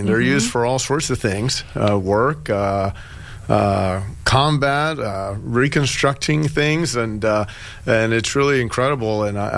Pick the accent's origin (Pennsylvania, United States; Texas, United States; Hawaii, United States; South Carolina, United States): Pennsylvania, United States; moved away as an adult; also born or lived in Puerto Rico / Louisville, Kentucky; now in Sioux Falls, United States; I was born in Puerto Rico, but I grew up outside Philadelphia, did my education out east.